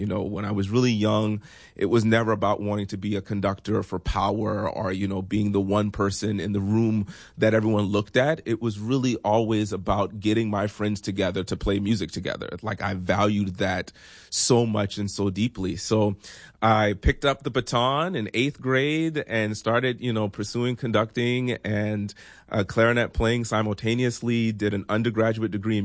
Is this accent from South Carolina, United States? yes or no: yes; Georgetown, South Carolina, United States; I'm originally from Georgetown, South Carolina. Grew up as a gospel pianist, actually.